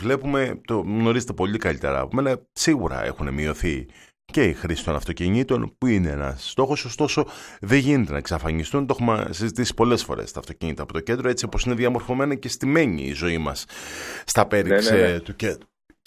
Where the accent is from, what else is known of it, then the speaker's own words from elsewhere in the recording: Kalamata, Peloponnese, Greece; Εγώ πρώτη φορά ζώντας, μεγαλώνοντας εκεί στη Φαρών προς το κέντρο